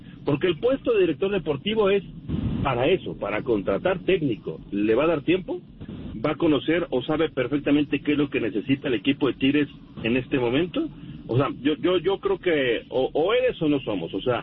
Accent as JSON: {"language": "Spanish", "town": "Monterrey", "region": "Nuevo León", "country": "Mexico", "said": "El regio no es de México, el regio es de Regiolandia, es de Monterrey. Y ya después, sí somos de México."}